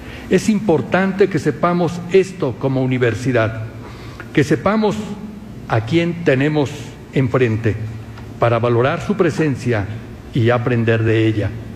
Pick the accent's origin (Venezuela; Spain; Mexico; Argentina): Mexico; su presencia nos hace sentir orgullosos como universidad y como mexicanos.